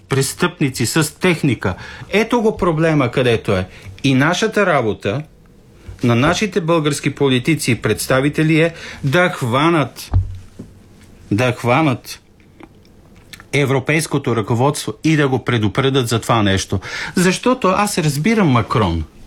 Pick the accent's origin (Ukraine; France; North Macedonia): North Macedonia; Skopje; Израснах по улиците на Скопие